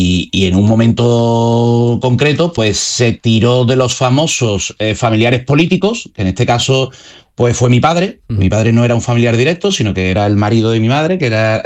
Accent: Andalusia, Spain; para no contestar como un gallego, sino como un buen andaluz, diré, no voy a decir un depende, ¿no?

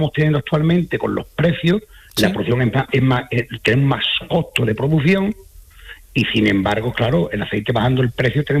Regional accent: Villanueva de San Juan, Andalusia, Spain; Que sí, porque es curioso que mi pueblo, tú dices Villanueva de San Juan, y no sabe nadie ubicarlo donde está, ¿eh?

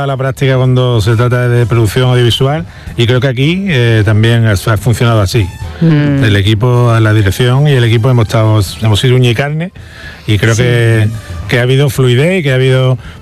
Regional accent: Spain; Yo es que soy muy español para eso.

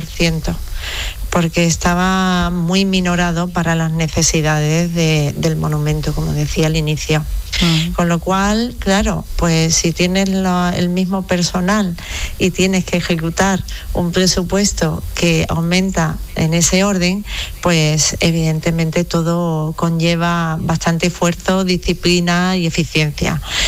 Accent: Seville, Andalusia, Spain; es un monumento para sentirse orgulloso como sevillano y sevillana

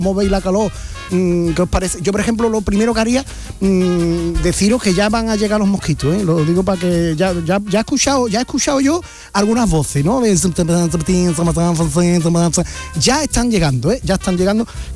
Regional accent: Jerez de la Frontera, Andalusia, Spain; cómico, humorista de aquí de Jerez de la Frontera, donde se come las papas enteras, aquí en mi tierra.

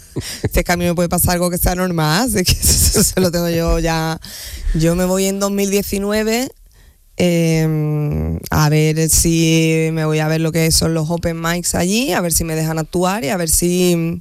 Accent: Andalusia, Spain; soy andaluza, pero tengo una parte un poquito estadounidense aquí sí.

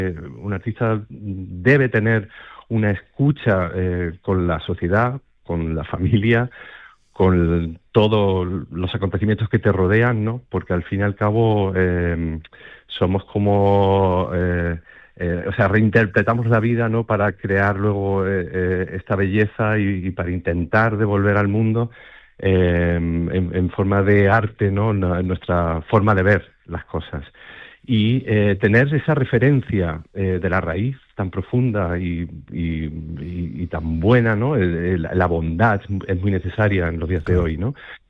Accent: Úbeda, Andalusia, Spain; moved away; soy de Úbeda por los cuatro costados.

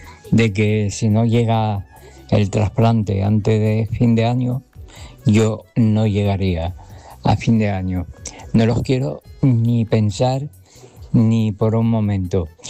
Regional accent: Grazalema, Andalusia, Spain

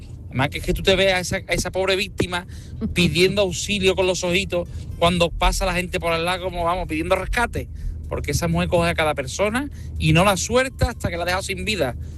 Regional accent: Cádiz, Andalusia, Spain; Aquí soy de Cádiz.

